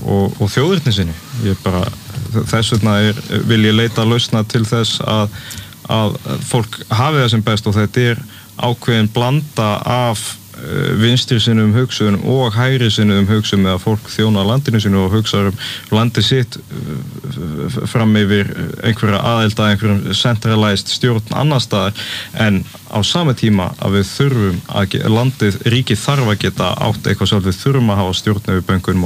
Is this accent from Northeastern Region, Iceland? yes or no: no; Southern Region, Iceland; ég er úr Grímsnesinu, ég bjó í gullna hringnum